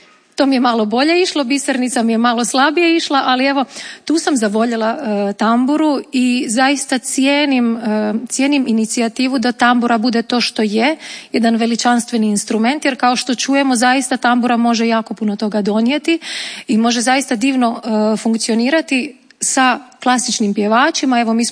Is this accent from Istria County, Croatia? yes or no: yes; Istria County, Croatia; ja sam iz Istre